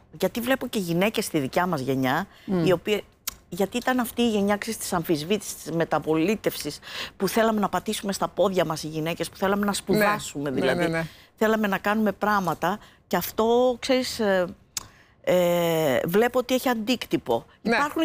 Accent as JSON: {"language": "Greek", "region": "Crete", "country": "Greece", "said": "επειδή κατάγομαι από την Κρήτη"}